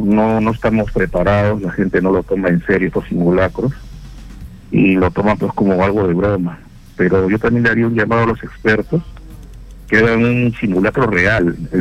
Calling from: Lima, Peru

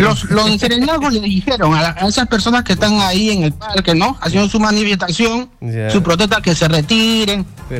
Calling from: Lima, Peru; de acá de San Juan de Urigancho.

